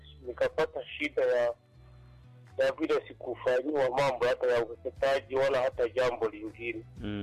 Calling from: Tanzania; nikiwa Masana Mtongoji cha Mombani au Mtama kufaa na Mchembe za maji hapa Tanzania.

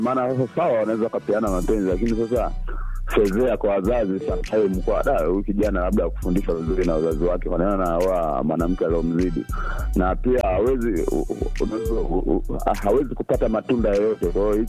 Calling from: Ilula, Iringa, Tanzania; napiga simu hii nikiwa Iringa, Ilula, Tanzania.

